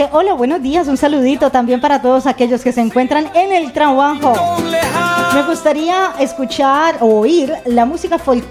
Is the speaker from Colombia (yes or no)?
yes; Colombia; now in Spain